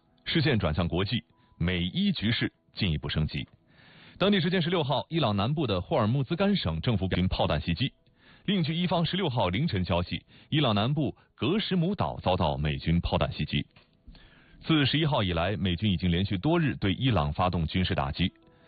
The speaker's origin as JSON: {"language": "Chinese", "country": "China", "said": "作为中国人"}